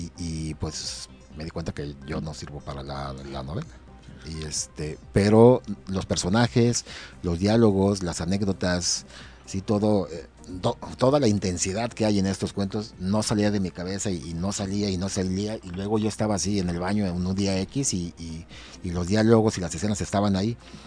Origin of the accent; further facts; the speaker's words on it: Acapulco, Guerrero, Mexico; Yo como acapulqueño